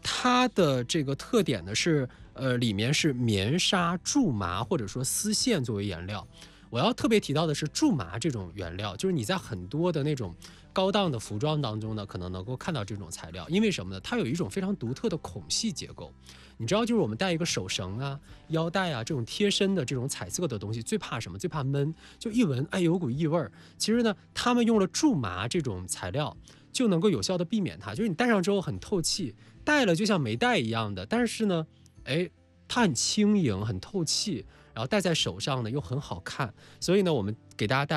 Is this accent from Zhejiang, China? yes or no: yes; Zhejiang, China; 我们浙江人